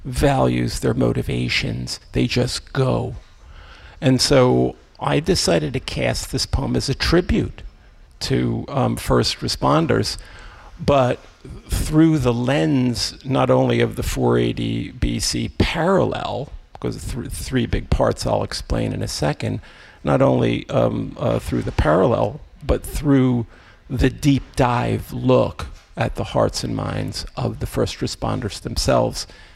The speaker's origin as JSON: {"language": "English", "town": "New York City", "region": "New York", "country": "United States", "said": "I'm originally from New York City"}